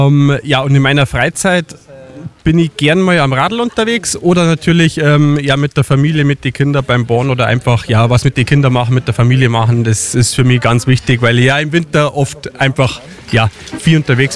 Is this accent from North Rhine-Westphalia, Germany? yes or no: no; Bayerisch Gmain, Bavaria, Germany; ich komme aus Bayerisch Gmoor.